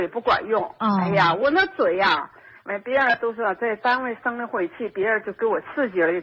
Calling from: Baotou, Inner Mongolia, China; 我是包头的。

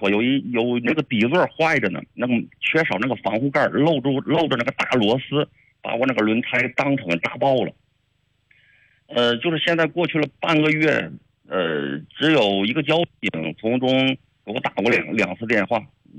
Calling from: Shijiazhuang, Hebei, China; 我是石家庄这边开车去那个郑州新密去办事，

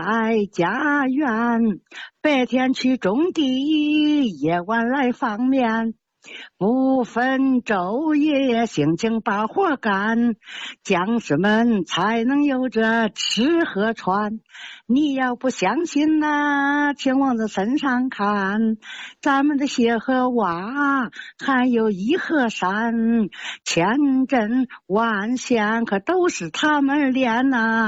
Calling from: Henan, China; 我是河南人

